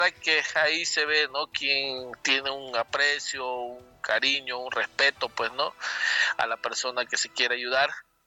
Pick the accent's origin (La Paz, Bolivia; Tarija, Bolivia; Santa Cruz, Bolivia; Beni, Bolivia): Santa Cruz, Bolivia; Vallegrande; a todo mi pueblo, querido Valle Grande.